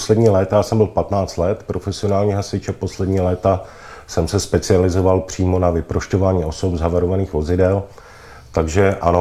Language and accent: Czech; Prague, Czechia; jsem z Bohnic, což taky není úplně jednoduchý být z Bohnic